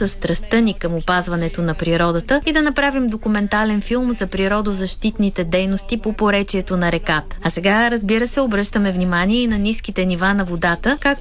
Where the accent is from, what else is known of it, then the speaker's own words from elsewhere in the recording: Germany; Избрахме река Дунав, защото тя е близо до родния ми град в Германия, където съм израснала.